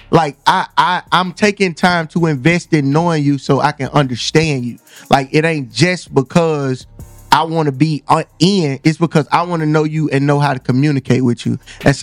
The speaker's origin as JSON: {"language": "English", "town": "Birmingham", "region": "Alabama", "country": "United States", "tie": "born or raised there", "said": "growing up in Avondale, like, we had beef with Inslee because somebody killed your cousin"}